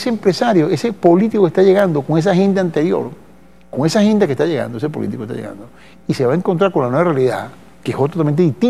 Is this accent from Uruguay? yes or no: no; Eastern Venezuela, Venezuela; yo porque voy a los sitios populares, como yo me crié en Oriente, me encantan los mercados, yo soy muy mercadero.